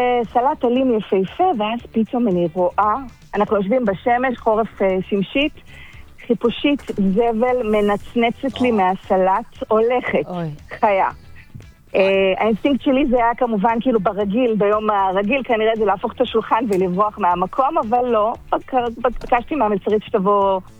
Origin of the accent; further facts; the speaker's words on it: Turkey; now in Israel; אני עליתי לארץ ב-1999. מאיפה? עולה חדשה מטורקיה.